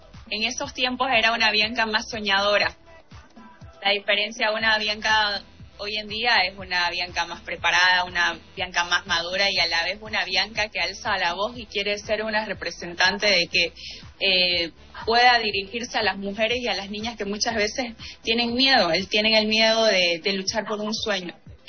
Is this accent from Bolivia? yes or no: yes; Santa Cruz, Bolivia; soy la máxima representante de la mujer cruceña.